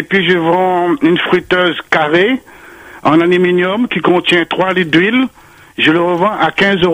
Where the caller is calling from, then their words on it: Saint-Pierre, Réunion; Et j'habite à Saint-Pierre.